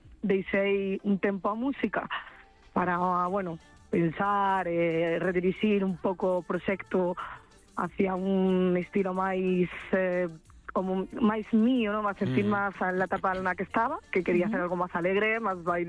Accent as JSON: {"language": "Galician", "region": "Galicia", "country": "Spain", "said": "porque eu aquí non son, xa de aquí, xa son, ya estou, son galega, pero cando estou aí parece que cheguei aí, onte."}